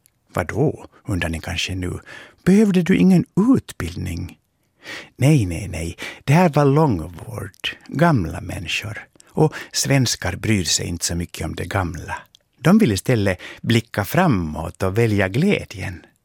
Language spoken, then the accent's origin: Swedish; Finland; Men, invände jag är ju finlandssvensk. Jag kan inte ens finska, jag kan bara svenska.